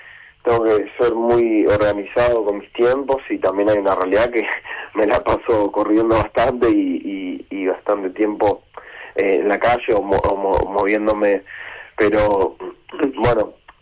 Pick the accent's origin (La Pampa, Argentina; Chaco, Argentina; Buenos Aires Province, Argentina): Buenos Aires Province, Argentina; Vicente López; born or raised there; also born or lived in Posadas